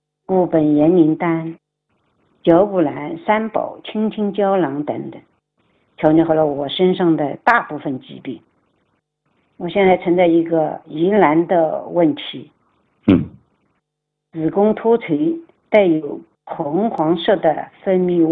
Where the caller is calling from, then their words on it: Nanjing, Jiangsu, China; 我来自江苏南京人， … 今年75岁，出生于1952年农历6月20日下午5点钟左右